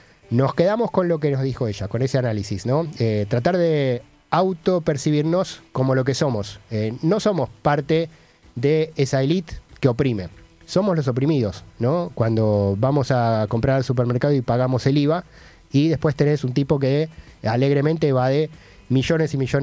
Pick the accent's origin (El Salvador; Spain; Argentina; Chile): Argentina